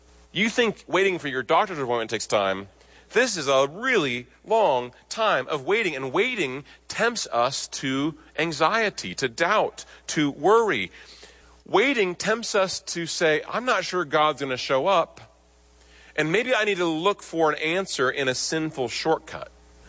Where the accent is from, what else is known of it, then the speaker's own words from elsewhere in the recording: Nebraska, United States; You city folk might not know this, but I grew up in Nebraska, and my grandpa raised cattle, and we would often go out in the morning and check on the cattle.